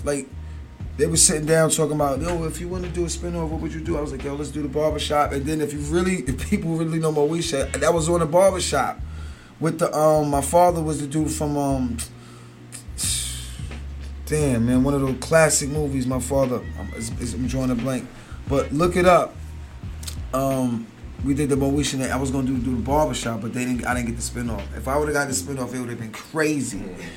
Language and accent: English; New York City, New York, United States; also born or lived in Alabama; I come from Queens, I seen so much